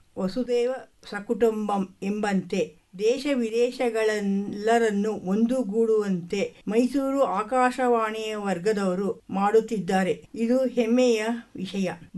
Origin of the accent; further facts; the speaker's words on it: Bangalore, Karnataka, India; ನಾನು ಬೆಂಗಳೂರಿಂದ ಬಂದಿದ್ದೇನೆ.